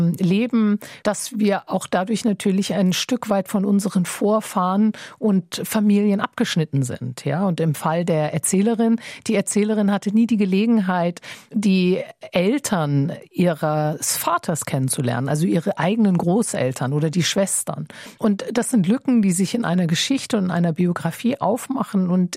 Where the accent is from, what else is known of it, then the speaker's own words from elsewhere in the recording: Wiesbaden, Hesse, Germany; moved away as an adult; now in France; Ich bin zum Beispiel in Wiesbaden groß geworden und ich lebe jetzt seit über 20 Jahren in Frankreich. Aber wenn ich nach Hessen komme, verspüre ich sofort eine Verbundenheit.